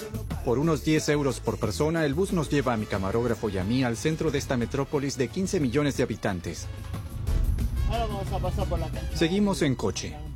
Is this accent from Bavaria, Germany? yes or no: no; Hamburg, Germany; Spanish is a second language; Yo traje un recuerdo de mi ciudad natal. Es una toalla del club de fútbol de Hamburgo.